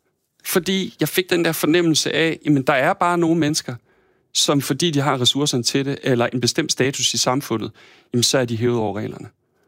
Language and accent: Danish; Thy, North Denmark Region, Denmark; moved away; Jeg kommer fra Thy oprindeligt, og har jo stadig min familie deroppe og kommer jævnligt derud, eller derop eller derhen